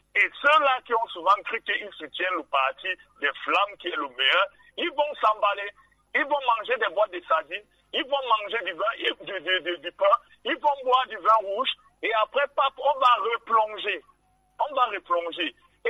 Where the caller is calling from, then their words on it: Centre, Cameroon; Moi, je suis de Bokaga où le goudron s'arrête. Quand vous partez de Bafia pour Bokito, le goudron s'arrête net à la minute, à la limite de mon village.